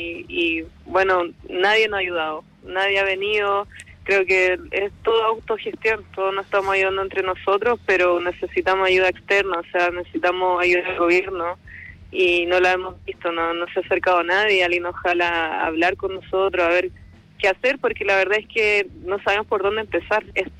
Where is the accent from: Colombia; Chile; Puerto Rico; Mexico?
Chile; si somos los chilenos vamos a salir adelante de esto de alguna, sí, forma.